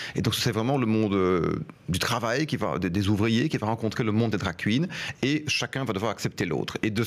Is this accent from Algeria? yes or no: no; Belgium; chez nous, en Belgique francophone